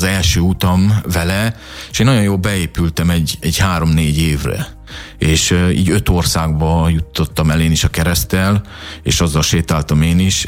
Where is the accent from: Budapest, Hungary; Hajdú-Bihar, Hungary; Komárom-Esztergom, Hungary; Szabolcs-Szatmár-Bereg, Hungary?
Hajdú-Bihar, Hungary; Debrecen; born or raised there; moved away as an adult